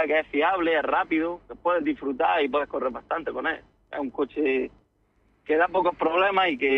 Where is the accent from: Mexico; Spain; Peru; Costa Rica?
Spain; Macael, Andalusia; Como somos de Macael, y aquí hay mucha afición por el motor.